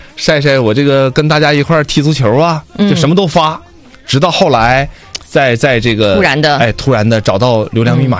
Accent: Changchun, Jilin, China; 我是吉林本土的主持人

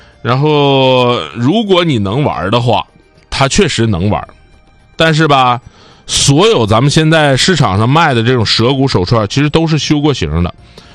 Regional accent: Northeast China, China; accent: Northeastern dialect; 就我们东北话讲扎吧约的那么一种感受，

